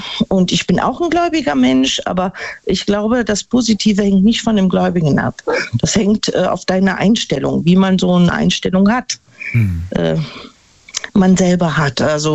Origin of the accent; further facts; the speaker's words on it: Neunkirchen-Seelscheid, North Rhine-Westphalia, Germany; Ja, ich bin aus Neunkirchen-Silscheid